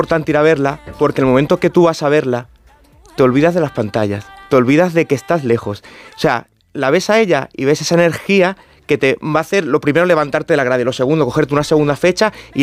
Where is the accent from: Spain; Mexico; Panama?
Spain; Asturias; now in Madrid, Spain; Yo soy de Asturias y ahí yo tenía una habitación en mi casa